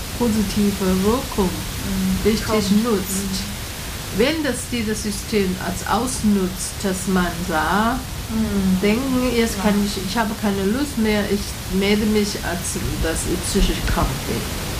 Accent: Taiwan; German is a second language; ich komme aus Taiwan, und Taiwan, junge Leute, sag mal, abdurchschnittlich, ab 20-Jährige, die sind alles in der Uni gegangen

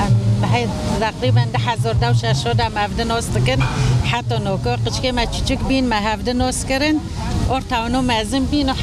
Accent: Afrin, Aleppo Governorate, Syria; now in Leipzig, Germany; أنا من سوريا، من عفرين.

